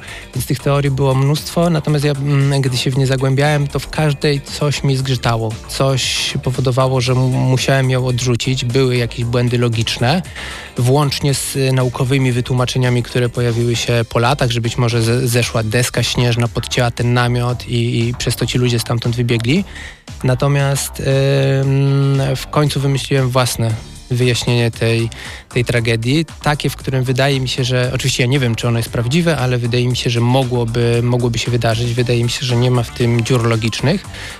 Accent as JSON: {"language": "Polish", "town": "Łódź", "region": "Łódź Voivodeship", "country": "Poland", "said": "pochodzę z Łodzi"}